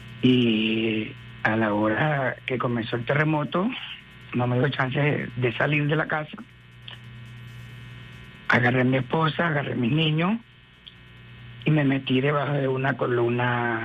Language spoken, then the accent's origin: Spanish; Caraballeda, La Guaira, Venezuela; Soy de La Guaira de Caribe, Barroca Caraballeda.